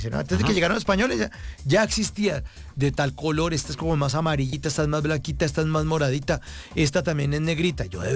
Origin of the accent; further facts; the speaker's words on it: Bogotá, Colombia; Afortunadamente, como yo crecí en Bogotá, pues en Bogotá usted tiene la oportunidad de comer todo.